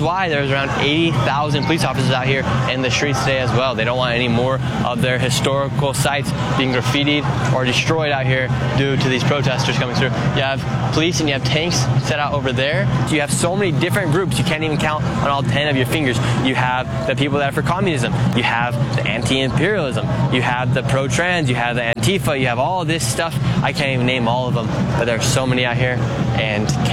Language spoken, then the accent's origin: English; France; I'm out here from France.